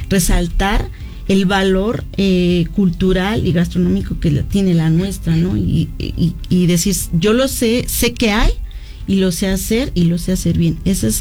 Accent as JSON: {"language": "Spanish", "country": "Mexico"}